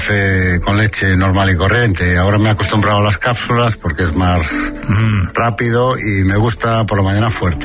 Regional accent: Galicia, Spain

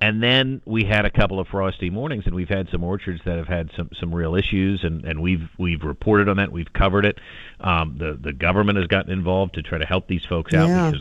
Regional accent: Bloomsburg, Pennsylvania, United States; I grew up in Bloomsburg, so we were in the Scranton, PA market, not that far away from here, just up the river.

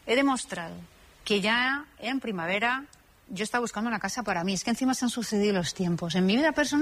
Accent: Madrid, Community of Madrid, Spain; que es una inmobiliaria que, como cualquier madrileño, he buscado por internet.

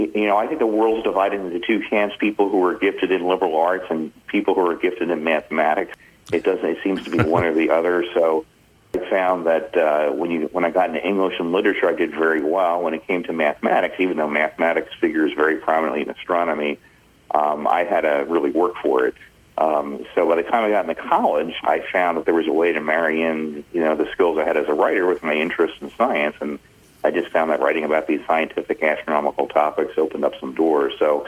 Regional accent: New Jersey, United States; Well, I'm a creature of the Northeast. I was born and raised in New Jersey.

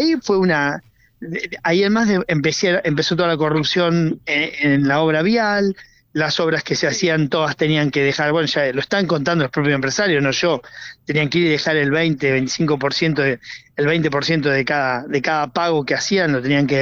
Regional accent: La Pampa, Argentina; yo soy de La Pampa y me duele decirlo

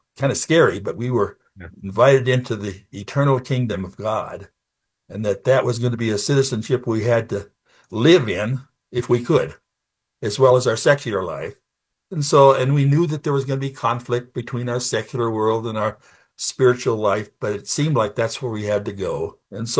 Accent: North Dakota, United States; I grew up in North Dakota, really north central North Dakota, on a farm.

